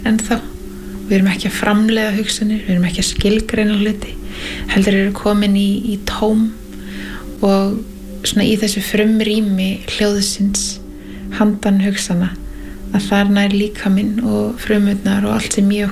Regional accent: Northwestern Region, Iceland; Og ólst upp í Skagafirði

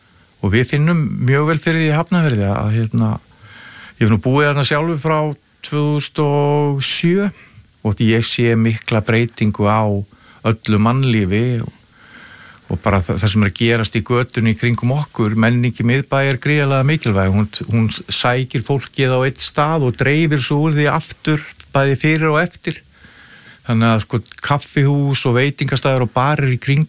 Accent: Vestmannaeyjar, Southern Region, Iceland; born or raised there

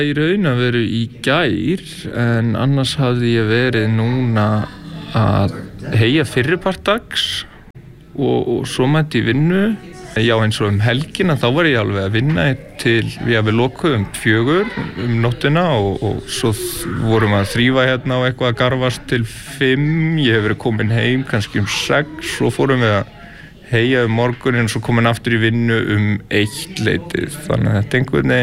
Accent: Ytri-Bakki, Northeastern Region, Iceland; Já, ég er frá Ytribakka við Hjaltbyrði, raunar í jörð sem liggur alveg að Hjaltbyrðinni.

